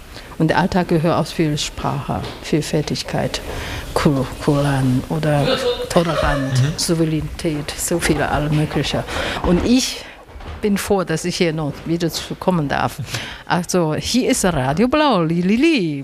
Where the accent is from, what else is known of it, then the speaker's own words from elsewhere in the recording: Taiwan; Persönlich komme ich aus Taiwan.